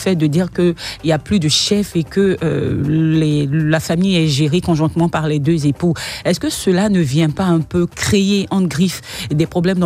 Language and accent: French; Côte d’Ivoire